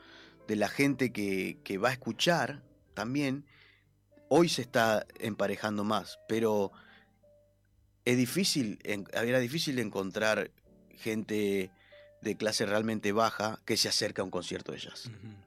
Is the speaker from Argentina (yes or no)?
yes; Córdoba, Argentina; moved away; en mi pueblo, yo cuando crecí en los años 90, mi adolescencia, infancia, adolescencia